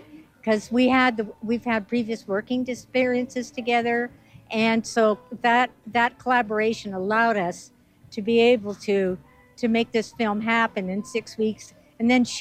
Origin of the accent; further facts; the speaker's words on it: Edmonton, Alberta, Canada; I started my career in Alberta. I'm originally from Edmonton